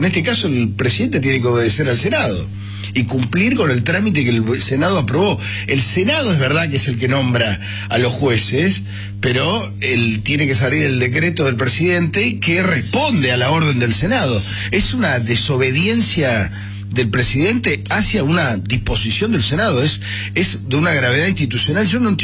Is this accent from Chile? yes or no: no; Uruguay; Y yo soy uruguayo.